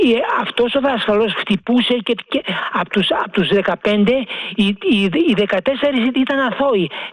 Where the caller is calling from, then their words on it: Glyfada, Attica, Greece; από τη Γλυφάδα.